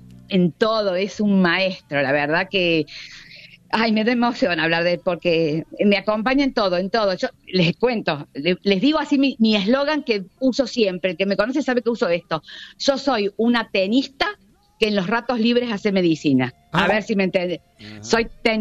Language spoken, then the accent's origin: Spanish; Río Cuarto, Córdoba, Argentina; now in Pilar, Argentina; Nací en Río Cuarto, me crié